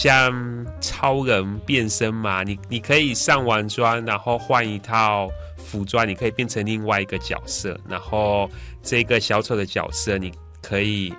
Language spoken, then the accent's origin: Chinese; Kaohsiung, Taiwan; now in Yanshui, Tainan, Taiwan; 我是高雄人。